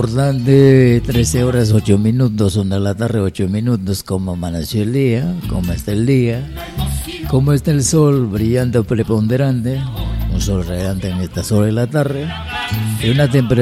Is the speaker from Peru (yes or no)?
yes; Peru; Y como buenos peruanos, orgullosos de difundir la mejor música del mundo.